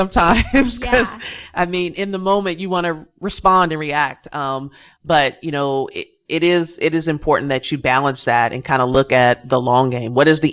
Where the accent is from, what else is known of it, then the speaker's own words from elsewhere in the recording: Evansville, Indiana, United States; to really think about growing up in Evansville